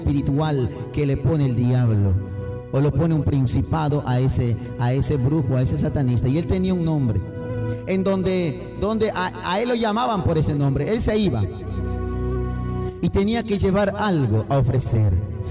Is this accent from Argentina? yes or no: no; Tocache, San Martín, Peru; Como somos nosotros de Tocache